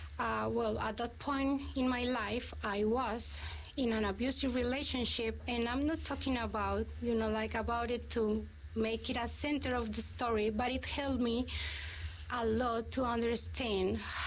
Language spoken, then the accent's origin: English; Colombia; first language Spanish; English is a second language; moved away as an adult; now in New Zealand; I am a psychologist coming from Colombia, so English is not my first language, as my mother tongue is Spanish. I've been living here for 3 years.